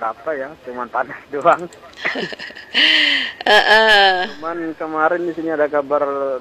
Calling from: Sampang, East Java, Indonesia; Dengan yang dari Sampang

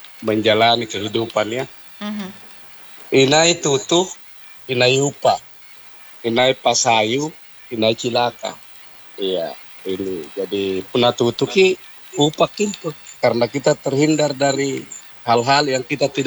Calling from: Makassar, South Sulawesi, Indonesia; saya sebagai orang Makassar

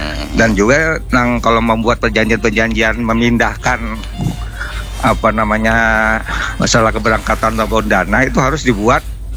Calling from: South Kalimantan, Indonesia; warga kita juga, warga Kalsel.

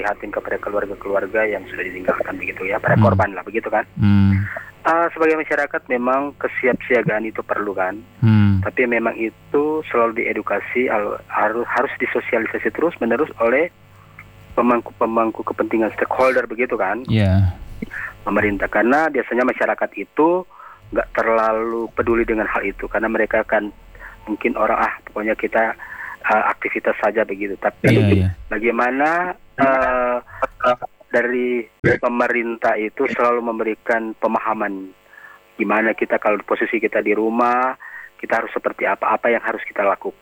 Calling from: Makassar, South Sulawesi, Indonesia; ini di Makassar ini.

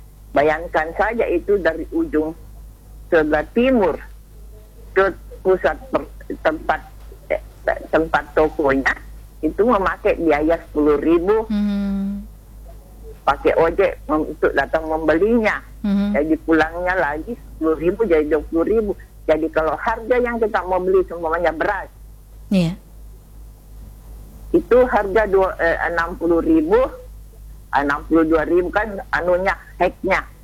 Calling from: Parepare, South Sulawesi, Indonesia; Di daerah saya di daerah saya itu sulit gas.

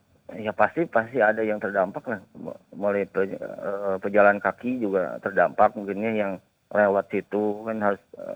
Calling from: Banjaran, West Java, Indonesia; saya tinggal di sekitar Banjaran, sedangkan kerja di daerah kota.

